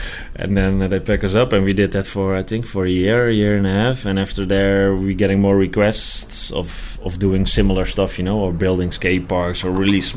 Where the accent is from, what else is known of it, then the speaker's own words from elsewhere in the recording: Netherlands; English is a second language; I'm owner of Nine Yards, working now for a long time in the skateboarding industry.